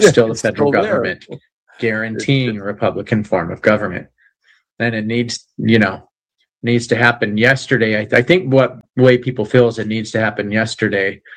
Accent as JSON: {"language": "English", "region": "Tennessee", "country": "United States", "tie": "born or raised there", "said": "You're not doing that in my hometown here in Tennessee."}